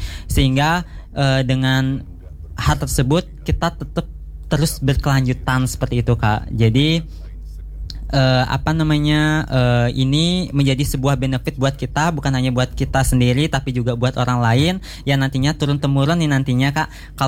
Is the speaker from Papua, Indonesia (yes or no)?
no; Bali, Indonesia; terutama di desa saya sendiri, desa Menyali